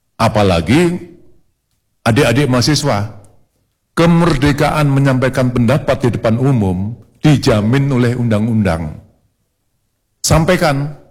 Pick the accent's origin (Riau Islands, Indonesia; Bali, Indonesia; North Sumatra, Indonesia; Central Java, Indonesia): Riau Islands, Indonesia; sebagai anak Kepri